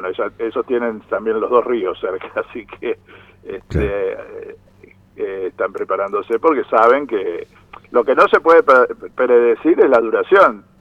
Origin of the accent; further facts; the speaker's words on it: Concepción del Uruguay, Entre Ríos, Argentina; Yo, que soy de Concepción del Uruguay